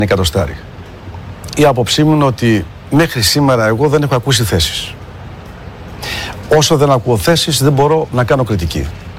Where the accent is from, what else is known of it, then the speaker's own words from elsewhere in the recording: Macedonia, Greece; Ξέρετε, δεν έχω να πω τίποτα για τον άνθρωπο, αλλά ως Μακεδόνας, από τη στιγμή που πρόδωσε τη Μακεδονία, μου είναι απεχθής.